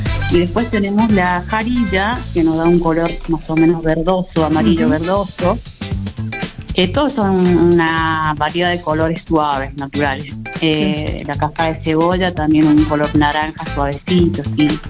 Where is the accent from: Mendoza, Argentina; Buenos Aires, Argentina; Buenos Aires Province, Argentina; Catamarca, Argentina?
Catamarca, Argentina; Laguna Blanca; Sí, bueno, yo soy del pueblo de Laguna Blanca, que corresponde al departamento Belén, que sería cerca de la Puna de Antofagasta.